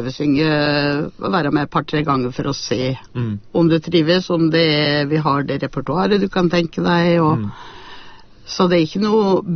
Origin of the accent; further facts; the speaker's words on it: Sigdal, Buskerud, Norway; Ja, jeg er opprinnelig fra Sigdal.